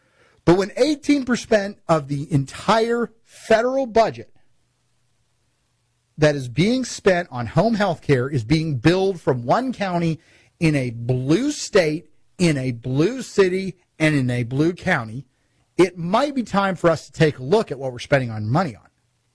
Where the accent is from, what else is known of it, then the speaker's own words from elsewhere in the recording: Missouri, United States; And I'm from Missouri. We've had our own situation.